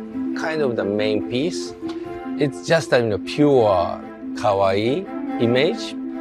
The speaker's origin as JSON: {"language": "English", "country": "Japan", "second_language": "English", "said": "I am Japanese. I came from East."}